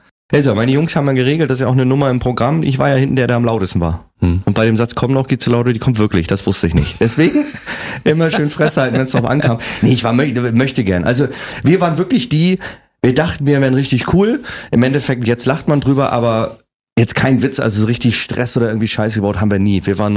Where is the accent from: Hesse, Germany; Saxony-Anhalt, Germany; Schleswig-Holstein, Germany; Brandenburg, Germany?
Schleswig-Holstein, Germany; Kiel; also born or lived in Preetz; geboren bin ich in Preetz. Das ist oben bei Kiel. Bin aber nur geboren und hab dann in Kiel gelebt und bin noch aufgewachsen.